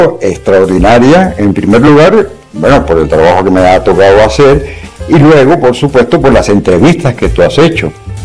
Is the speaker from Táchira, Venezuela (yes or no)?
no; Caracas, Capital District, Venezuela; moved away as an adult; also born or lived in Germany; Mi vida es un viaje que va del barrio Los Rosales, en Caracas, a la Escuela de Filosofía en la Universidad Central de Venezuela, y de allí a la Alemania, que estaba a punto de reunificarse.